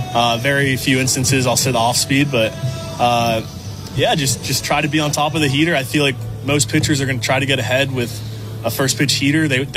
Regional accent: Scranton, Pennsylvania, United States; So, yeah, I'm from Scranton, PA, which is kind of 2 hours from Philly, 2 hours from New York City.

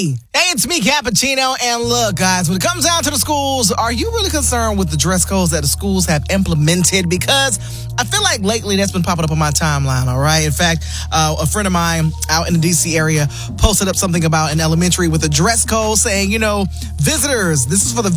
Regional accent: Miami, Florida, United States; But then down in my hometown of Miami, there was a principal actually at my former high school

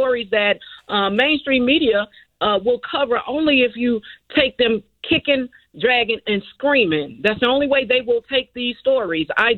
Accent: Indianola, Mississippi, United States; Indianola, Mississippi.

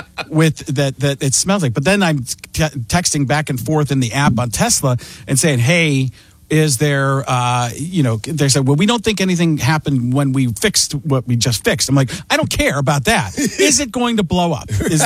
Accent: Milwaukee, Wisconsin, United States; I grew up in Milwaukee

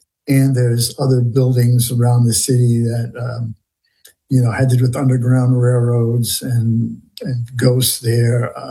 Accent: Connecticut, United States; I grew up in New England, Connecticut specifically.

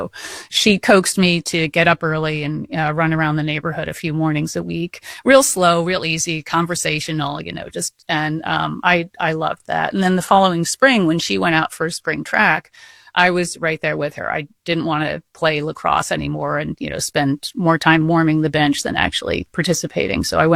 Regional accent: New Jersey, United States; moved away as an adult; now in New York, United States; I moved to the New York area when I graduated, moved back to this area. I'm from New Jersey, but moved into the city in 1983.

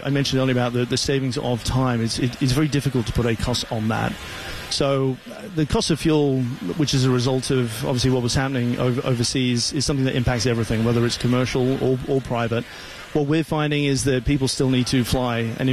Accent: England, United Kingdom; I'm English

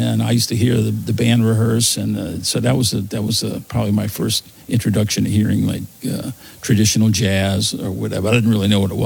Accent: New Orleans, Louisiana, United States; I was born and raised in New Orleans. On the last house on Magazine Street, that's where I spent most of my life

